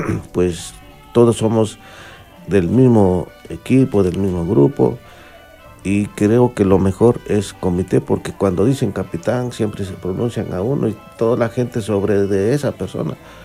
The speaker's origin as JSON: {"language": "Spanish", "region": "Puebla", "country": "Mexico", "said": "somos de San Jerónimo"}